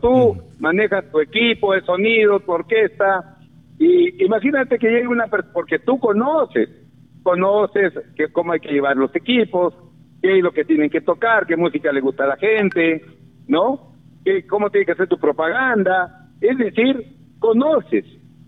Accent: Olmos, Lambayeque, Peru; mi pueblo de Olmos

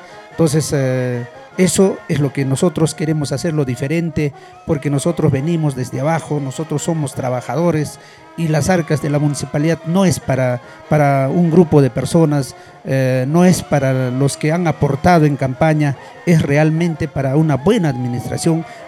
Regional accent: Hualcor, Ancash, Peru; also born or lived in Huaraz; De ahí vengo … nacido, crecido en este hermoso centro poblado de Hualcor

